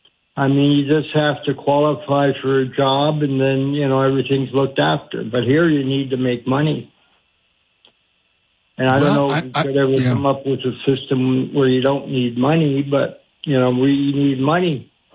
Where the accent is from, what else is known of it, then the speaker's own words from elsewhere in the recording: Kitchener, Ontario, Canada; And I grew up in, I was born in Kitchener to parents who immigrated after the Second World War with my two older brothers.